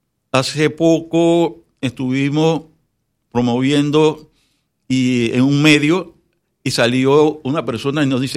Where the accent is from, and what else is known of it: Panama